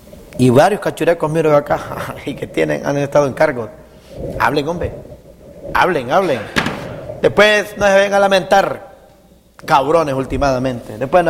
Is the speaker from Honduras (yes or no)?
yes; Honduras; yo amo mi país.